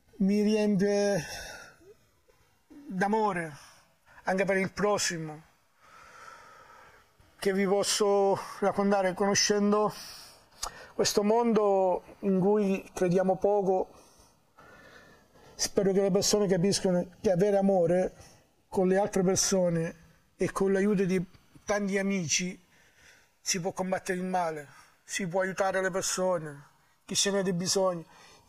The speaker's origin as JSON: {"language": "Italian", "area": "Catania", "region": "Sicily", "country": "Italy", "moved": "as an adult", "lives_now": "Comunanza, Italy", "said": "vengo da Catania, un paese che si chiama Grano sotto le pendici dell'Etna. Da circa 11-12 anni mi sono trasferito nelle Marche, in un paese che si chiama Comunanza."}